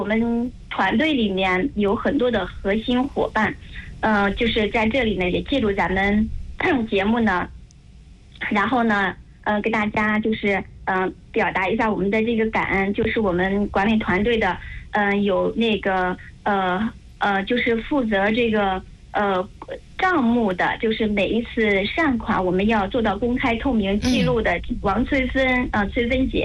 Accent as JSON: {"language": "Chinese", "town": "Lincheng", "region": "Hebei", "country": "China", "tie": "born or raised there", "said": "当时我的老家是邢台临城湖道村"}